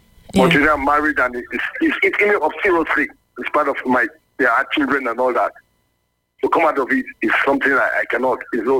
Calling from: Edo, Nigeria; I'm calling from Edo State, from Ezeaku Central.

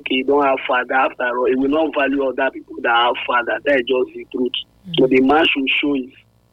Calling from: Umuahia, Abia, Nigeria; I'm calling from Umuahia.

